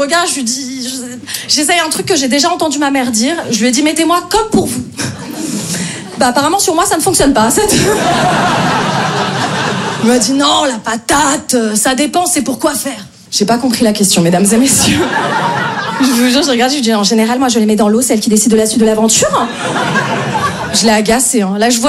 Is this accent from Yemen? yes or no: no; Paris, Île-de-France, France; Je me présente, moi … moi je viens de Paris, j'essaye de jouer un peu dans plein de villes en France.